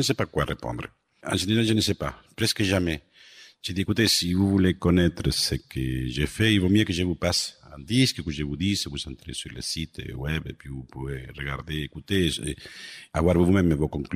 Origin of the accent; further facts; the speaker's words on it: Buenos Aires Province, Argentina; moved away; Je suis né dans un petit village à 20 km de Buenos Aires, l'Argentine, que c'est mon pays d'origine.